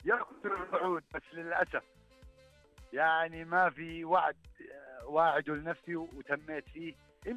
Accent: Yemen; now in Riyadh, Saudi Arabia; أنا يا طويل العمر من اليمن.

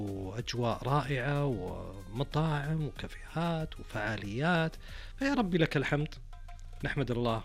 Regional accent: Saudi Arabia

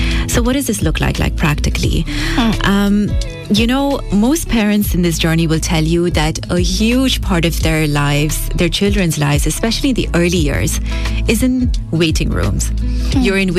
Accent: Pakistan; also born or lived in Gulf; So I call myself a Gulf girl. I'm originally Pakistani. I'm born and raised in the Gulf. So this is where my heart has been since forever.

